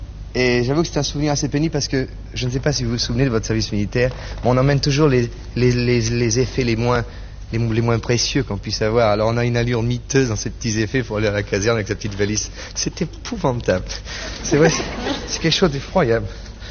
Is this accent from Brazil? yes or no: no; Nice, Provence-Alpes-Côte d'Azur, France; also born or lived in Toulon; Oui, effectivement, j'ai passé mon enfance à Nice.